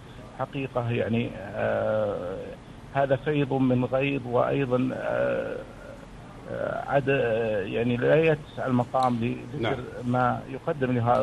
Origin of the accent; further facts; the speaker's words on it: Saudi Arabia; الذي نفخر حقيقة نحن كمواطنين سعوديين